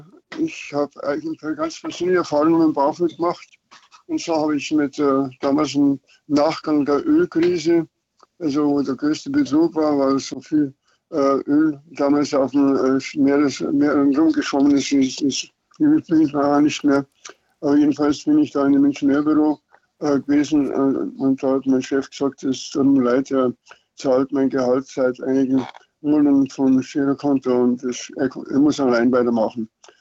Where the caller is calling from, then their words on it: Bavaria, Germany; als Niederbayer